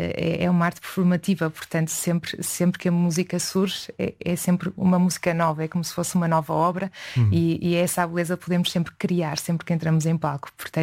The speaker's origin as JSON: {"language": "Portuguese", "town": "Esposende", "region": "Norte", "country": "Portugal", "tie": "born or raised there", "moved": "as an adult", "lives_now": "Porto, Portugal", "said": "Eu sugeria irmos jantar a Esposenda, a minha terra natal."}